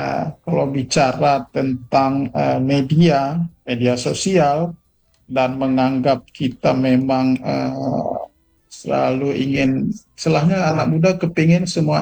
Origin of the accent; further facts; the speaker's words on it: Aceh, Indonesia; kita Aceh Utara dan wilayah Timur